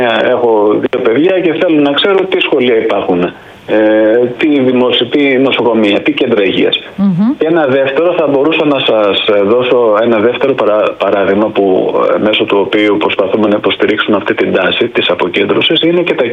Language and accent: Greek; Sparta, Peloponnese, Greece; κατάγομαι από τη Σπάρτη.